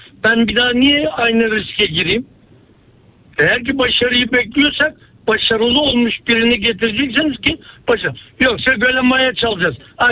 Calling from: Istanbul, Turkey; Merhabalar. Ben İstanbul'dan arıyorum. Şu an sabahtan beri dinliyorum.

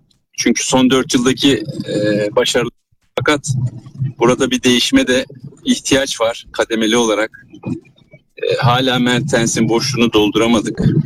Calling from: Istanbul, Turkey; İstanbul'dan arıyorum.

